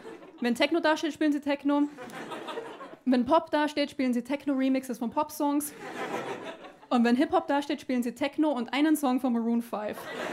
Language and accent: German; Austria; moved away as an adult; now in Berlin, Germany; Ich sage das bei mir am Anfang immer dazu, weil ich weiß, man hört es nicht so raus. Ich komme aus Österreich. Habe mich gut integriert. Ja. Na, ich wohne jetzt aber seit 2,5 Jahren in Berlin